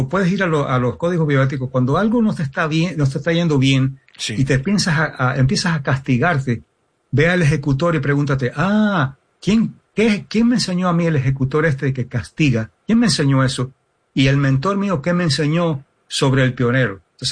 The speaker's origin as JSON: {"language": "Spanish", "town": "Miami", "region": "Florida", "country": "United States", "tie": "born or raised there", "said": "Y un ejemplo, yo me crié en Miami."}